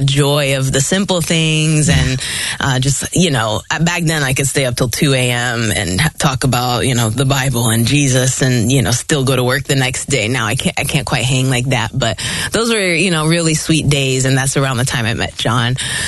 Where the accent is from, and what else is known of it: Orlando, Florida, United States; born or raised there; also born or lived in Philippines